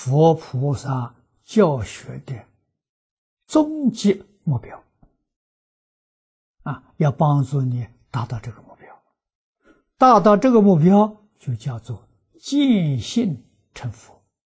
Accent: China; 我们中国人讲至于至善

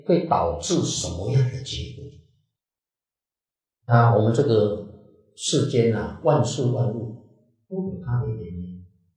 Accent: China; 我们中国人啊，使用语言文字喜欢简单啊

